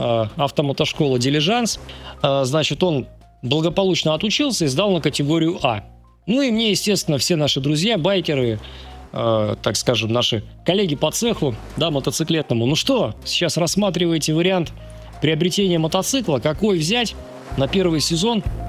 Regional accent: Far East, Russia; born there; now in Saint Petersburg, Russia; В детстве это были на Дальнем Востоке мотороллеры, которые привозились с Японии.

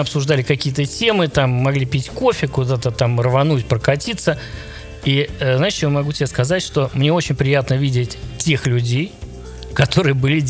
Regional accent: Saint Petersburg, Russia; Слушай, во-первых, я ленинградец, да. Я очень люблю наш город.

